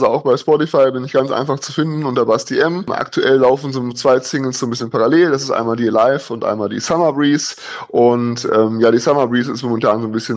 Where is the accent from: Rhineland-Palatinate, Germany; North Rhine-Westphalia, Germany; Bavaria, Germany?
North Rhine-Westphalia, Germany; auch in meiner Heimatregion OWL bin ich im September nochmal beim Bapel Beats Closing.